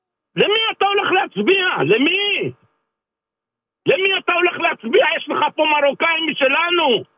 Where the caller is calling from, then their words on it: Rishon LeZion, Central District, Israel; אני מראשון.